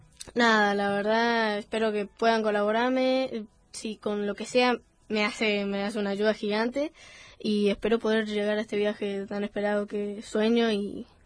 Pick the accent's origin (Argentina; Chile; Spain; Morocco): Argentina; San Luis; soy la única puntana juvenil de San Luis